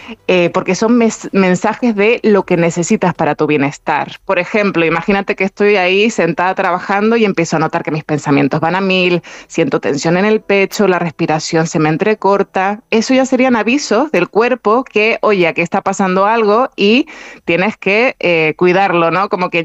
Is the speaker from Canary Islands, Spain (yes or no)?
yes; Canary Islands, Spain; accent: Canarian; que yo soy con mi canario, me sale pozo